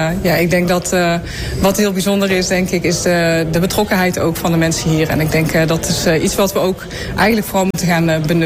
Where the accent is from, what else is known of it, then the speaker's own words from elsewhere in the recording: North Brabant, Netherlands; moved away as an adult; now in Doetinchem, Netherlands; Ik kom oorspronkelijk uit Brabant, wat me wellicht te horen is. En ik ben voor de liefde naar de Achterhoek verhuisd en ook hier verliefd op de streek geworden.